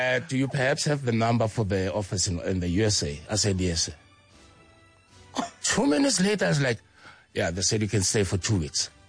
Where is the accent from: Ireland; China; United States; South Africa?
South Africa; Soweto, Gauteng; When I was growing up in Soweto, signed for Kaizer Chiefs